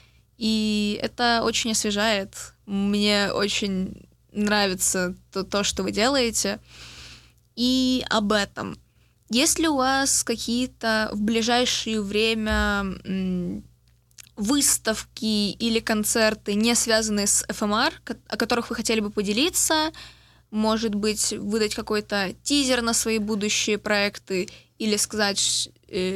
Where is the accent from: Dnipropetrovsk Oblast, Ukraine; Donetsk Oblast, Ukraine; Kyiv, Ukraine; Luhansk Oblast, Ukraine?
Kyiv, Ukraine; moved away